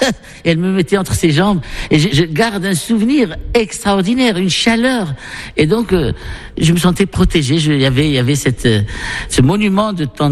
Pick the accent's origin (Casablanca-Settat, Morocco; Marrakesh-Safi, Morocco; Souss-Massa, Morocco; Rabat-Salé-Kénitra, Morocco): Marrakesh-Safi, Morocco; Marrakech; now in Paris, France; En Médina, au fin fond de la Médina de Marrakech, dans une rue qui s'appelle Derb Jdid, à Riad Zitoun El Kedim. Et j'ai passé toute mon enfance en Médina, au milieu d'une famille nombreuse. Nous étions 7 frères et sœurs.